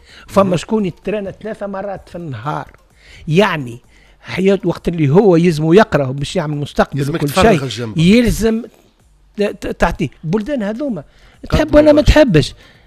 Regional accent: Sfax, Sfax Governorate, Tunisia; أنا ولد نهر الجزيرة باب الفن باب الزيرة وباب ناس سيدي منصور وحومتي هذيك كل شيء

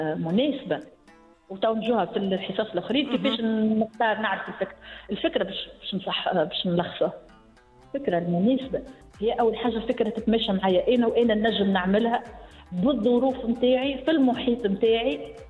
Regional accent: Tunisia

